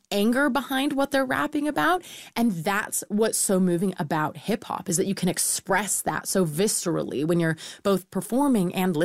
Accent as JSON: {"language": "English", "country": "United States", "tie": "born or raised there", "said": "I grew up in the States, and so 2000s hip hop was a big part of what I listened to growing up."}